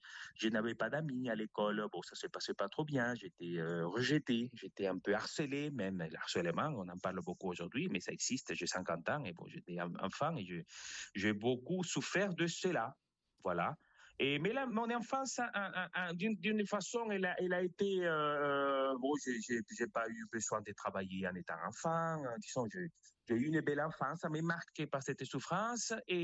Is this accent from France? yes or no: no; Venezuela; moved away; J'ai quitté le Venezuela il y a plus de 20 ans.